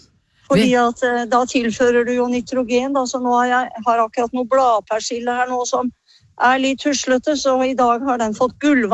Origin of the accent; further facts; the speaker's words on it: Skien, Telemark, Norway; jeg har vokst opp midt i Skien